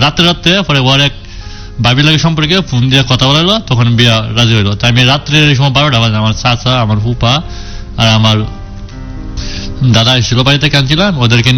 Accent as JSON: {"language": "Bangla", "town": "Kendua", "region": "Mymensingh Division", "country": "Bangladesh", "tie": "born or raised there", "said": "নেত্রকোণাতে কেন্দ্র থানা, ওই জায়গা থেকে আসছে। বলতে আমার ছোট থাকতে জন্ম হয়ে আমার মায়ের 9 মাসের তোয়া আমার দাদির কাছে রাইকা চলে গেছিল বলতে গার্মেন্টসে।"}